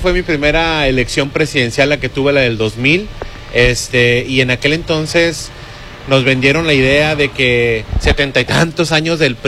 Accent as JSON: {"language": "Spanish", "town": "Culiacán", "region": "Sinaloa", "country": "Mexico", "said": "Soy de aquí de Culiacán, Sinaloa."}